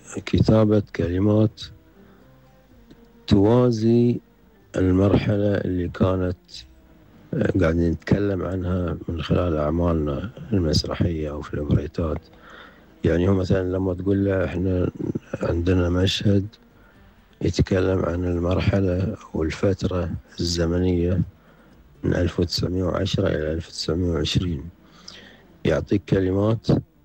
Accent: Qatar

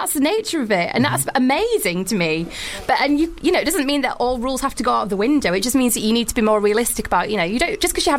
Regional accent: Wakefield, Yorkshire and the Humber, United Kingdom; I'm from Wakefield. Okay. Yeah, Wakey. My accent's changed

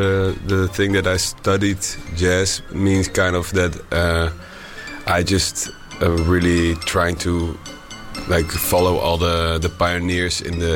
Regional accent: Rotterdam, South Holland, Netherlands; I'm from the Netherlands, from Rotterdam, and there's a big Surinamese community.

